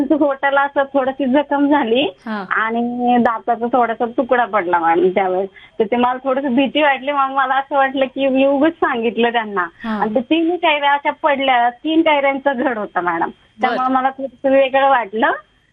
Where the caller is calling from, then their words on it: Pune, Maharashtra, India; मी पुण्यातली आहे, माझ्या मिस्टर गावाकडचे, आमचं भोर तालुक्यामध्ये सांगवी गाव आहे।